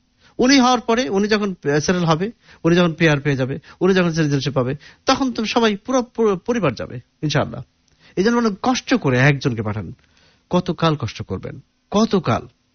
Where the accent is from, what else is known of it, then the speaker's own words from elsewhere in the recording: Kushtia, Khulna Division, Bangladesh; সত্যি একটা এক্সাম্পল বলি, আমার বাড়ি কুষ্টিয়াতে, তো আমার বাড়ি যেখানে তার কাছেই ঠিক আরেকজনের বাড়ি